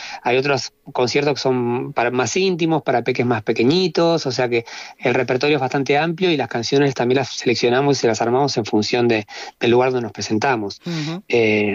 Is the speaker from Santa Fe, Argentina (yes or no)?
no; Buenos Aires, Argentina; moved away as an adult; also born or lived in Bariloche, Argentina; now in Alicante, Spain; Yo, si bien soy de Buenos Aires originalmente, los últimos 25 años antes de venir aquí viví en Bariloche, que es la Patagonia argentina.